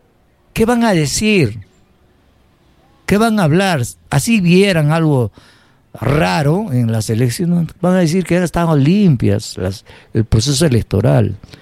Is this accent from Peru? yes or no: yes; Peru; somos peruanos, pues.